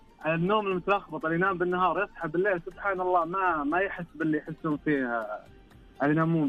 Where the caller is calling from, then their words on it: Rafha, Northern Borders, Saudi Arabia; اكلمك طال عمرك من حدود الشماليه، محافظه رفحة